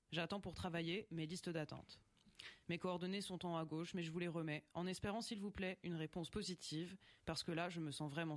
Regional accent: Roubaix, Hauts-de-France, France; parce que ma famille est restée dans le Nord, Hauts-de-France. Je suis de Roubaix

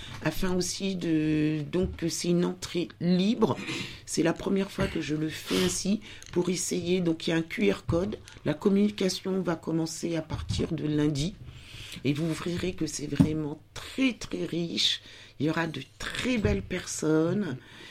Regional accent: Benin; now in France; je pars au Bénin à Cotonou, je vais me ressourcer dans mon pays d'origine, chose que je n'avais pas encore eu l'occasion de faire.

